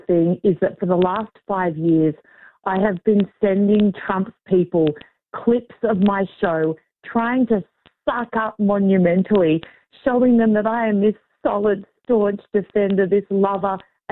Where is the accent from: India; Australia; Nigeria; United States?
Australia; as an Aussie